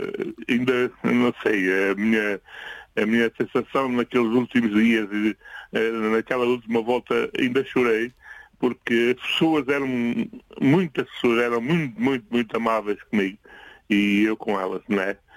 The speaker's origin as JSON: {"language": "Portuguese", "town": "Mata", "region": "Castelo Branco", "country": "Portugal", "tie": "born there", "said": "Eu nasci na Mata. É uma aldeia perto aqui de Castelo Branco, 17 km de Castelo Branco."}